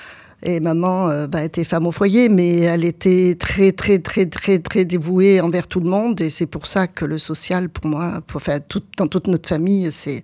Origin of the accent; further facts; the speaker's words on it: Valence, Auvergne-Rhône-Alpes, France; also born or lived in Grenoble / Lyon; now in Romans-sur-Isère, France; je suis née à Valence, j'y ai vécu jusqu'à mes 22 ans. Après j'ai fait des études à Grenoble.